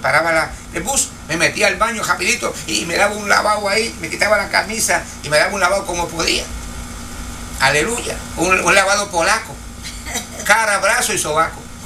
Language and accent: Spanish; Puerto Rico; ¿para qué yo vine de Puerto Rico?